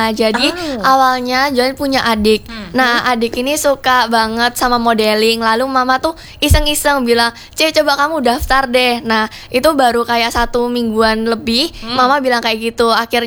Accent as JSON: {"language": "Indonesian", "town": "Surabaya", "region": "East Java", "country": "Indonesia", "said": "Saya berasal dari Jawa Timur tentunya, dari Surabaya."}